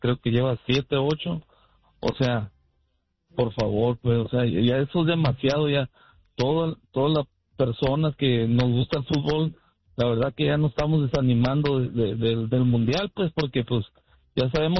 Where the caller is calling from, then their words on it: San Diego, California, United States; Te llamo aquí de San Diego, California.